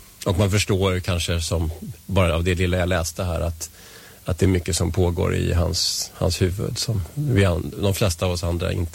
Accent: Vällingby, Stockholm County, Sweden; now in Nacka, Sweden; Jag kommer ju inte härifrån. Jag kom från Vällingby från början, och sen har jag bott i stan

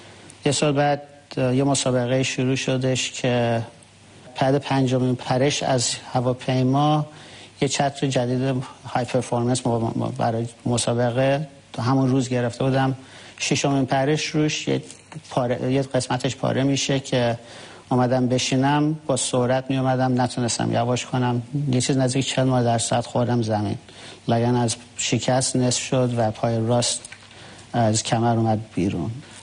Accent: Tehran, Tehran Province, Iran; بله، من سال 1974 توی تهران به دنیا آمدم و فرام از بچگی همیشه خیلی به تکنولوژی هوافضا علاقه داشتم.

